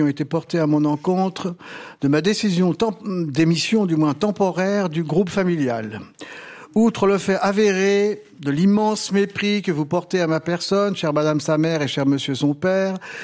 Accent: France; Vous lui avez aussi fait dire qu'en tant que Français, je ferais mieux de ne pas abîmer le patrimoine culturel, culinaire, du moins hévétique.

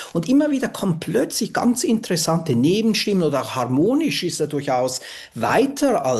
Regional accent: Switzerland; Und ich finde, man hat auch eine Pflicht als Schweizer.

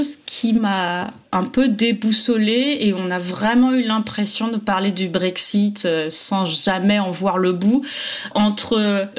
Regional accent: France; moved away as an adult; now in United Kingdom; Bon, moi je suis britannique d'adoption, mais en tout cas une chose est sûre, c'est que moi en tant que française

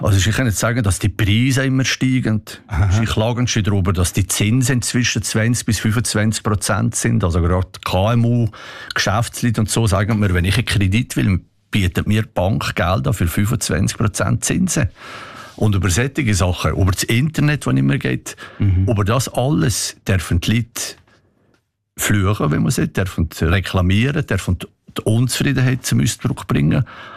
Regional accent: Switzerland; dass als Schweizer ist man jetzt Bürger von einem nicht freundlichen Land.

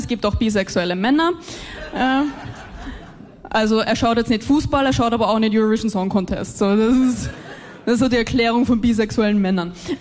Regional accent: Austria; Ja, und dann hören sie, wir sind aus Österreich und wissen, ah, okay, sie sind beides.

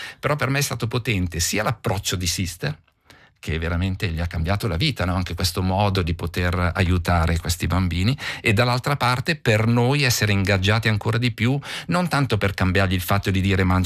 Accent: Switzerland

